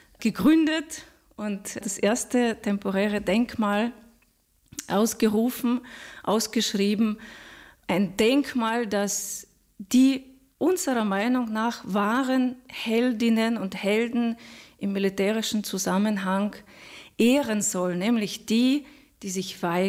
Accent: Russia; Wer nicht weiß, ich komme aus Russland. Und das geht einem sehr nahe.

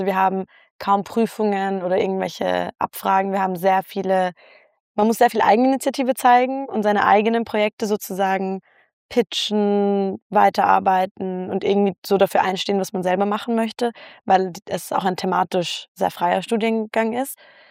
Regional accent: Vienna, Austria; now in Germany; Und hier, wenn ich sage, ich komme aus Wien, die Leute drehen durch.

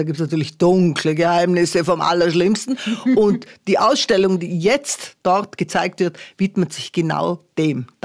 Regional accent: Vorarlberg, Austria; Ich war in meiner Heimatstadt. Auf der Schattenburg.

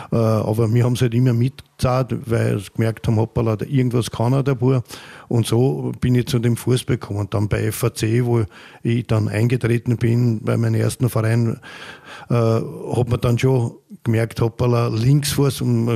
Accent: Vienna, Austria; Ich bin in Idlersee geboren, also in Floridsdorf, 21. Bezirk. Bin in der Schilgassen in die Volksschule gegangen, in der Teiblergassen dann in die Hauptschule.

